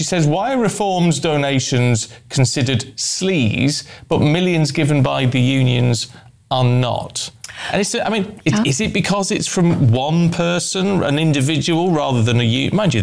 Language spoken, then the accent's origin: English; United Kingdom; Maybe it's just me being too British, but it feels very American